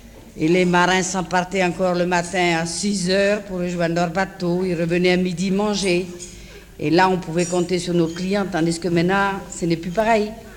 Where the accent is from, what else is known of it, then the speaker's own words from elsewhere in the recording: Brest, Brittany, France; now in Le Havre, France; je suis de Brest